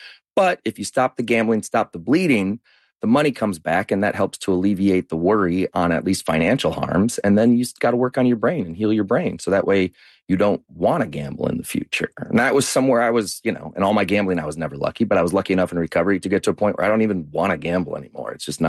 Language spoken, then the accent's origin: English; Michigan, United States; And back when I grew up in Michigan.